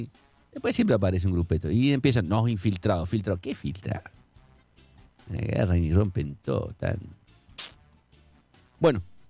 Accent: Argentina; Uno como argentino ama al país

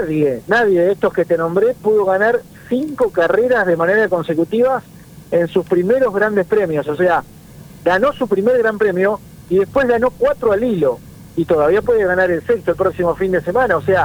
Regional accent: Argentina

